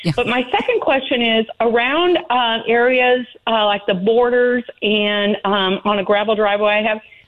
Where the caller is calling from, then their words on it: Bucyrus, Kansas, United States; I am calling from Bucyrus, Kansas. So I'm calling long distance.